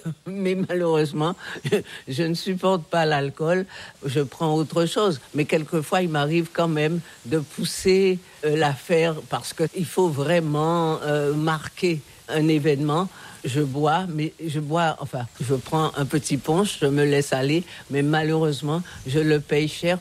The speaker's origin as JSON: {"language": "French", "town": "Saintes", "region": "Nouvelle-Aquitaine", "country": "France", "tie": "born there", "said": "Je suis née à Saintes, tout à fait par hasard. En tous les cas, je me sens complètement issue de cette terre, issue de cette histoire."}